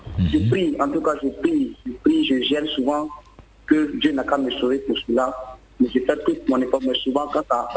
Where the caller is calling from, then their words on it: Abidjan, Côte d’Ivoire; Je vous appelle de Riviera 3.